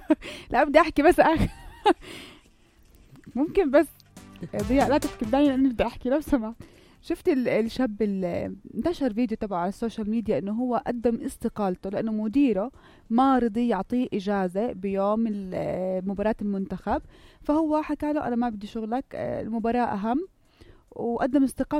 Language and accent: Arabic; Jordan; إحنا كشعب أردني أديه إحنا نشامة